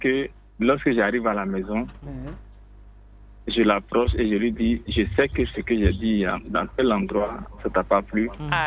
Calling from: Abidjan, Côte d’Ivoire; Je vous appelle d'Abidjan, précisément de Cocody Palmeret.

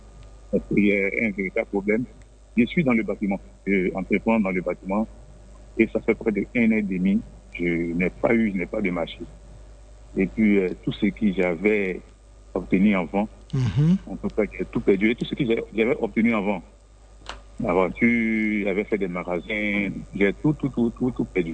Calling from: Bingerville, Abidjan, Côte d’Ivoire; Je suis à Benjerville.

